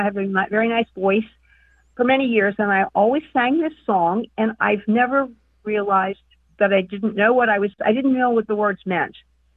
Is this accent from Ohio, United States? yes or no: yes; Cincinnati, Ohio, United States; I'm from Cincinnati, Ohio.